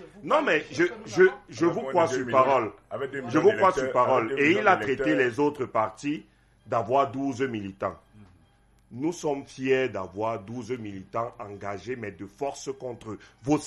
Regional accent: Madagascar; Je suis même de Madagascar. C'est même très, très voisin. Nous, de la diaspora, nous recevons souvent tout genre de colibets.

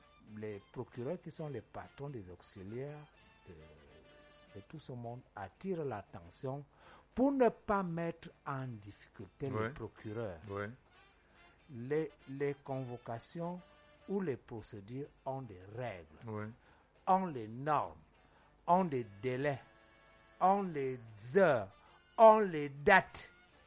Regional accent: Cameroon; je suis Camerounais.

